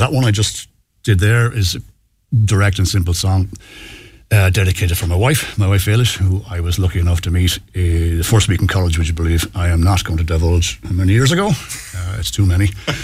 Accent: Galway, Connacht, Ireland; moved away as an adult; now in Kilcolgan, Ireland; I'm from Salt Hill originally, yes, Salt Hill boy, John, and couldn't afford to live there now. My mum still lives there, and I'm out in Kilcolgan for the last 20 odd years. Like it out there. It's the rural suburbs, as I call it.

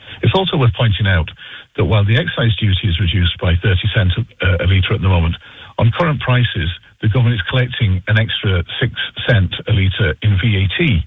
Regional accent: Munster, Ireland; accent: funny accent; now in Dublin, Ireland; despite my funny accent and the fact that I live in Dublin, home for me is North Cork. I'm from an agricultural family

